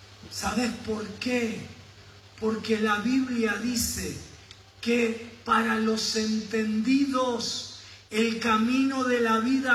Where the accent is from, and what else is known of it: Buenos Aires, Argentina